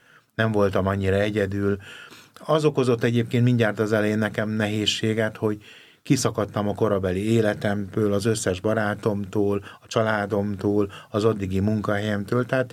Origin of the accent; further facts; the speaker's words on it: Gyöngyös, Heves, Hungary; És utána tanítottam egy általános iskolában is, Gyöngyöspatán, ami Gyöngyös a szülővárosomtól nem messze van, néhány évet